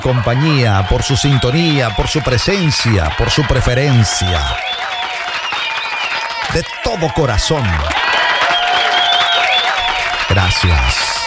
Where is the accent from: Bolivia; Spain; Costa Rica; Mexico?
Mexico; Veracruz; soy de oro, soy jarocho, soy chavo ruco.